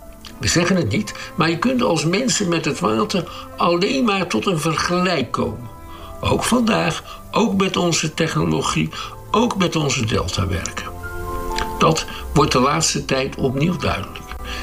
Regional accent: Netherlands; wij zijn als Nederlanders best trots op hoe wij het water weten te beheersen.

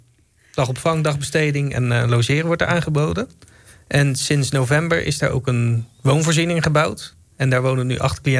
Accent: Nieuwe-Tonge, South Holland, Netherlands; born there; moved away as an adult; now in Sommelsdijk, Netherlands; Ik ben ook geboren in Nieuwe Tongen, toen de tijd nog op de Molendijk. En nu woon ik sinds een jaar of 4 geleden in Sommelsdijk.

